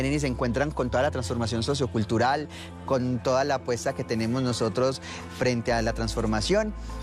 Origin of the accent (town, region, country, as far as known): Colombia